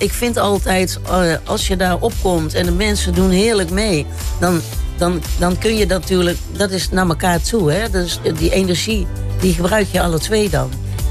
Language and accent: Dutch; North Brabant, Netherlands; Ik ben een Brabantse natuurlijk.